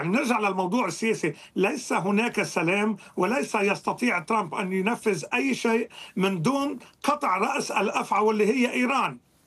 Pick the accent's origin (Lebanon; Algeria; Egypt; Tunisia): Lebanon; moved away; also born or lived in United States; أنا كأمريكي لبناني